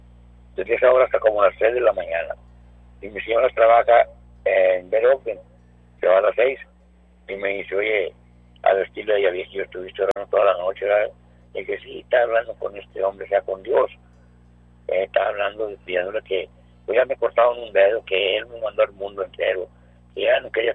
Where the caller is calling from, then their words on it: Donna, Texas, United States; De aquí, de Dona.